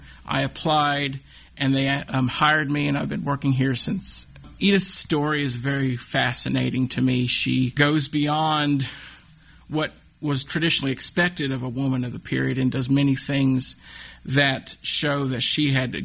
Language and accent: English; Wytheville, Virginia, United States; born or raised there